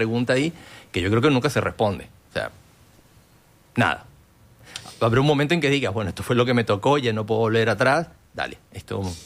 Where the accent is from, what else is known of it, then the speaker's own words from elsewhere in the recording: Venezuela; now in Montevideo, Uruguay; yo soy venezolano y hay una comunidad venezolana más o menos grande acá en Uruguay